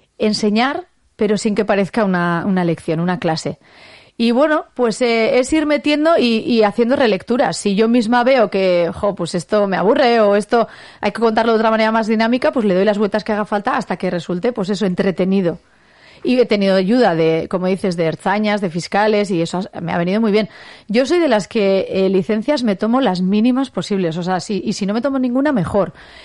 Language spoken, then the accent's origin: Spanish; Legazpi, Basque Country, Spain; en Legazpi, mi pueblo